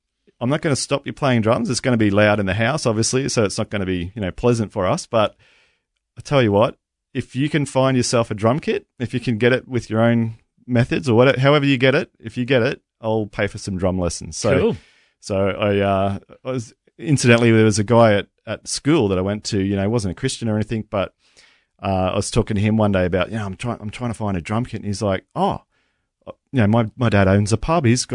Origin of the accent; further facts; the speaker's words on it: Rockhampton, Queensland, Australia; So, I grew up in Rocky.